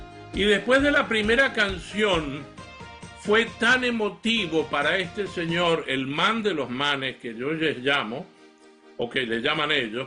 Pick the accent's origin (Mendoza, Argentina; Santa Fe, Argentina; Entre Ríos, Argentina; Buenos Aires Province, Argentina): Mendoza, Argentina; en Argentina, de donde yo soy, en Mendoza